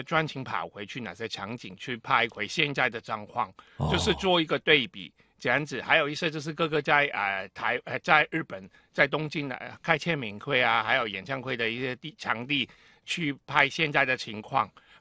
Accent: Hong Kong; accent: Cantonese-accented Mandarin; Chinese is a second language; moved away as an adult; now in Taiwan; 我是从香港过来的。就是我之前在台湾念书，后来回香港就是2年多之后就还是过来台湾了，就现在已经定居台湾。

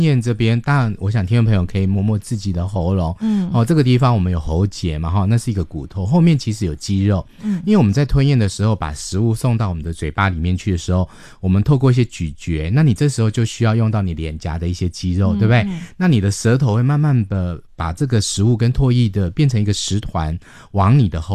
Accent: Taiwan

